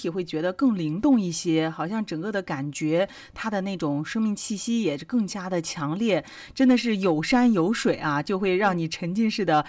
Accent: Xingtai, Hebei, China; 其实我是南方人，但是我从小是在我们邢台长大的

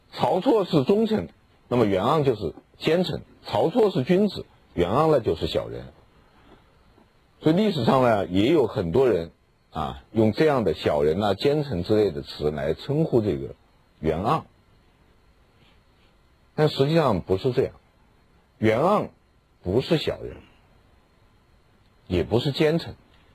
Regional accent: China; 但是按照我们中国人的观点呢

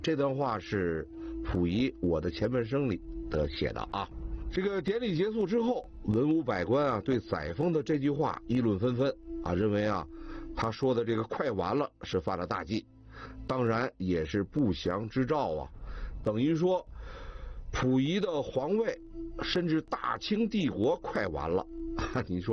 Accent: Beijing, China; born there; 这个老北京人家里边院子里种枣树很普遍呢啊。我记得我小的时候住在外公家啊，他家的院子里就种着两棵枣树。

